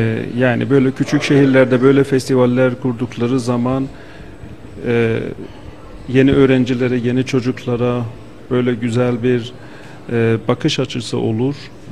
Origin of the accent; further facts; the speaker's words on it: Tabriz, East Azerbaijan, Iran; Ben Tebriz şehrinde büyüdüm.